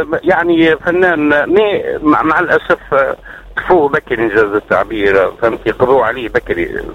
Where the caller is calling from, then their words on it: Medenine, Tunisia; من مدنين.